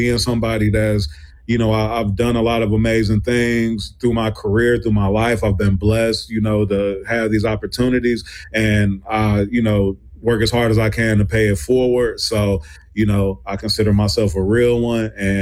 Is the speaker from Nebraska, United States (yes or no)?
no; Milwaukee, Wisconsin, United States; when I tell people I'm from the Mill, a lot of times I don't expect them to have a connection with it or know much about the city